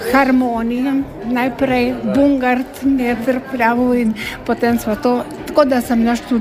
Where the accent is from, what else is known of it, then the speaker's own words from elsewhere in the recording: Koritnica, Slovenian Littoral, Slovenia; Prihajam iz Baške grape, iz Koritnice.